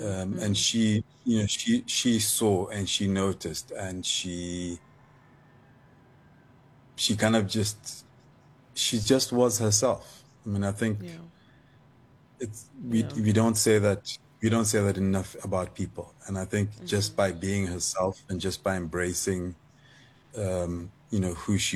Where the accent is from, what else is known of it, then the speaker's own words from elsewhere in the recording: Lesotho; growing up in Lesotho in a particular time, it was interesting because South Africa was very blocked off, but Lesotho was very kind of, our influences were global.